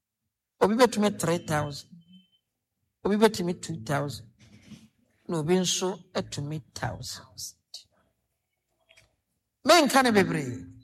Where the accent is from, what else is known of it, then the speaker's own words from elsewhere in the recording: Ghana; I am from Fendra Ghana.